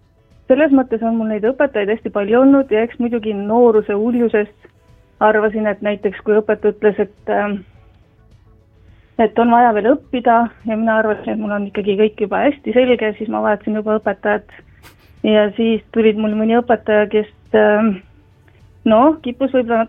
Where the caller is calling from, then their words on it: Tartu, Tartu County, Estonia; ja Tartust.